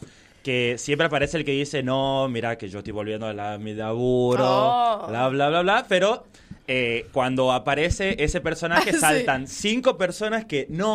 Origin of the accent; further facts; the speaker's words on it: San Miguel de Tucumán, Tucumán, Argentina; now in Buenos Aires, Argentina; Soy de Tucumán.